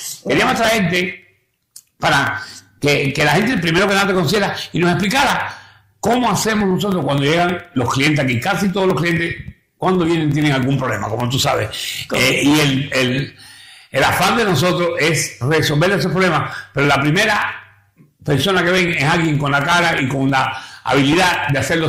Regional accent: Cuba; now in New York, United States; yo soy cubano

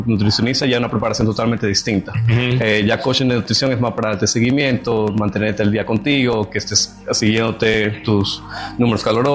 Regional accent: Dominican Republic; now in United States; Dominicano.

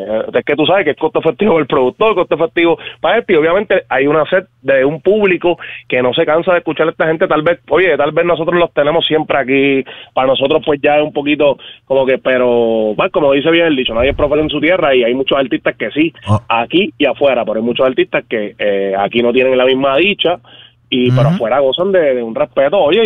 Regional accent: Puerto Rico; que siendo boricua uno, que emociona uno

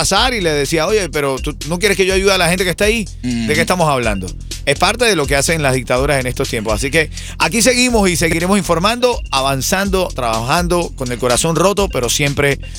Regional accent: Venezuela; En mi caso, como venezolano, como ser humano, diría yo, más allá de buscarlo en la nación, súper movido con todo esto de los terremotos en Venezuela.

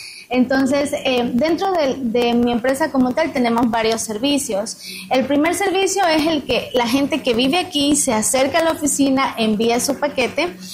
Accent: Ecuador; moved away

